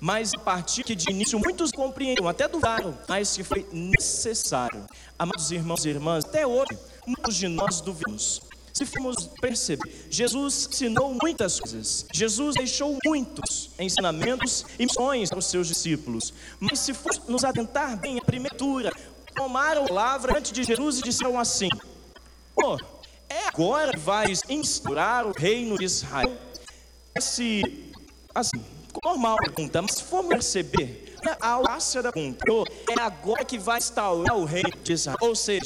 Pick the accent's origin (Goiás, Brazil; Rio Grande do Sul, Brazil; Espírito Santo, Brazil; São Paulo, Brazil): Espírito Santo, Brazil; Cachoeiro de Itapemirim; moved away; lá em Cachoeiro, de onde eu nasci, cresci, fui dado